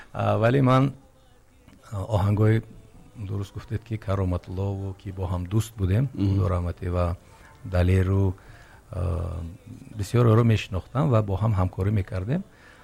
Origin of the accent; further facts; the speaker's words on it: Tajikistan; now in New York, United States; من از تاجیکستان هستم و مردمی ما خیلی باسواد هستند